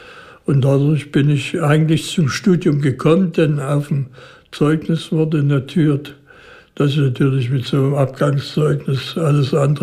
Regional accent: Dresden, Saxony, Germany; Und zu Maler ging man als Dresdner vielleicht nicht so häufig als zu Mozart.

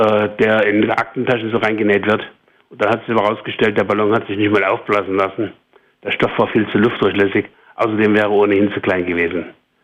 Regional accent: Thuringia, Germany; moved away as an adult; now in Chemnitz, Germany; ich komme aus Thüringen, jetzt bin ich in Sachsen.

